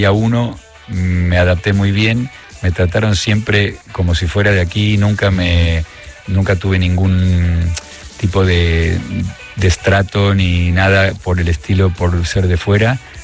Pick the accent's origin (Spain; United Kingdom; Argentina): Argentina; accent: Argentine; Pero también es cierto que mi acento, que a un español le parece totalmente argentino, cuando voy a Argentina es parcialmente argentino.